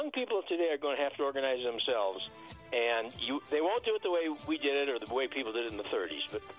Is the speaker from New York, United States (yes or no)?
no; Detroit, Michigan, United States; In the 1960s and 70s, Detroit, and I grew up in Detroit.